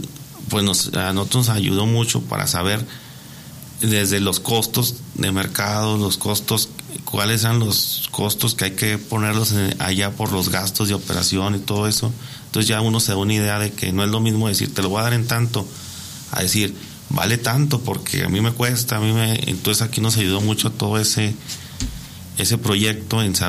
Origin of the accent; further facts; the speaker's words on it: Guadalupe Victoria, Durango, Mexico; Nosotros somos de Guadalupe, Victoria, Durango. Dice en la región de los Llanos. Allá pues más que nada es una región agricultora.